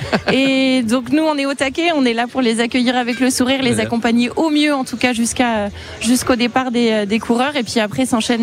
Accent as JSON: {"language": "French", "town": "Angers", "region": "Pays de la Loire", "country": "France", "said": "Alors non, moi je suis angevine."}